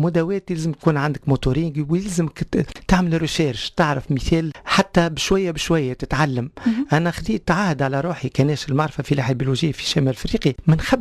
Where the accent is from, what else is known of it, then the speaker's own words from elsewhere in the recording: El Hamma, Gabès Governorate, Tunisia; now in Testour, Tunisia; انا اصلي من الجنوب